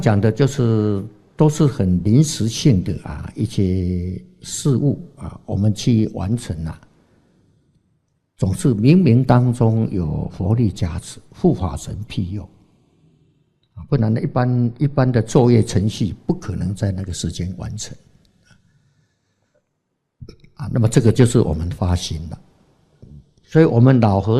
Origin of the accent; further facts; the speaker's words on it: Taiwan; accent: Taiwanese accent; 我们是台湾口音的讲台语的